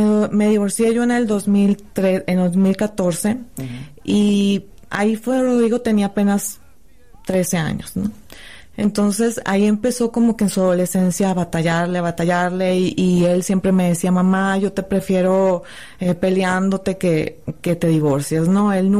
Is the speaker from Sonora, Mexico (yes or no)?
yes; Navojoa, Sonora, Mexico; Yo soy de Navojoa, Sonora.